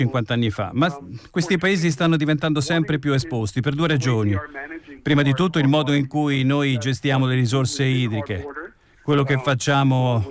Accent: Iran; Italian is a second language; now in Italy; Io parlavo del mio paese, l'Iran, dove il problema dell'acqua risaliva a 50 anni fa.

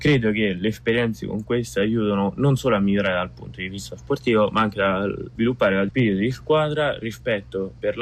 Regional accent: Rome, Lazio, Italy; vengo da Roma e ho 16 anni e frequento il liceo Scienze Umane Pio IX del Vaticano.

